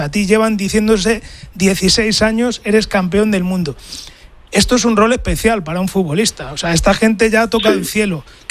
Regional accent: Madrid, Community of Madrid, Spain; Vosotros sois de Cataluña y yo soy de Madrid.

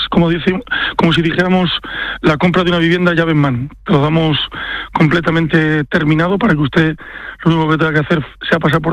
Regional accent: Castile and León, Spain; en la comunidad de Castilla y León, de donde somos originarios de Valladolid

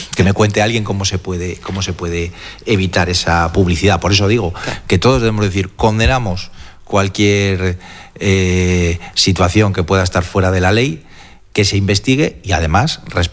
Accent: Cantabria, Spain; no como gallego, sino como trasmerano.

